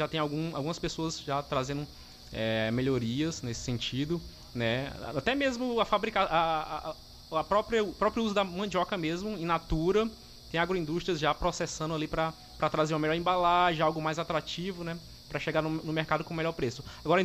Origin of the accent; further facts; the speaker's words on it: Rondônia, Brazil; mas eu posso trazer um pouco da experiência que eu vim de Rondônia, né?